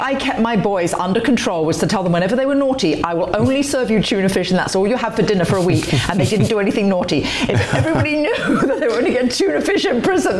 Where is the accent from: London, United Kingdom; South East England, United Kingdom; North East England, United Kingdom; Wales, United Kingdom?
South East England, United Kingdom; From where I grew up beautifully in Surrey, I mean, lots of things have been built there.